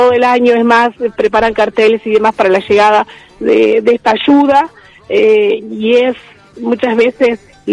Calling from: Argentina

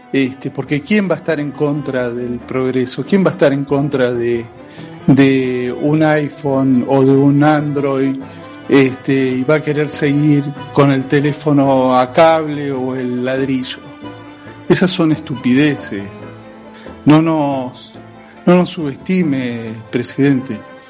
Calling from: Anisacate, Córdoba, Argentina; de Anisacate, Córdoba.

